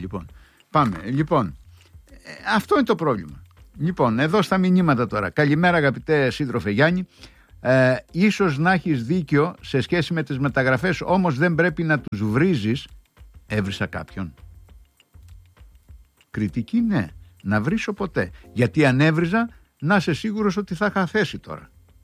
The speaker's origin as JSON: {"language": "Greek", "region": "Crete", "country": "Greece", "said": "αν το άκουγε κάποιος από την πατρίδα μου, θα έλεγε από την Έμπαρο Κρασί και από τη Βιάνο Λαάδη."}